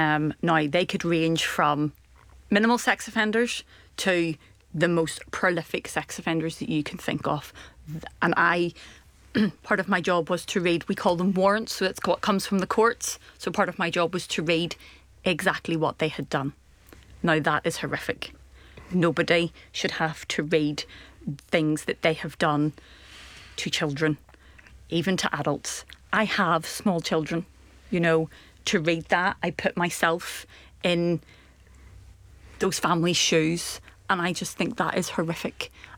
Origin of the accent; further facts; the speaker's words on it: Northern Ireland, United Kingdom; I grew up very naively. You know, I grew up in Northern Ireland, but I didn't really understand the background that Northern Ireland had, because my mum and dad very much sheltered me.